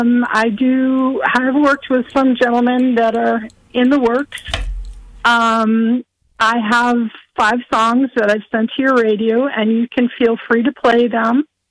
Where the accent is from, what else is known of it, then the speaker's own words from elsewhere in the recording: Albany, New York, United States; I'm from Albany.